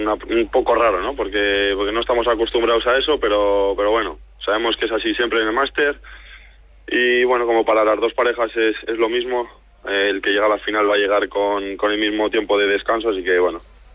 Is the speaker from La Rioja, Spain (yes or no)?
yes; La Rioja, Spain; Soy un riojano bastante falso. No me gusta el vino, no me gusta la cerveza.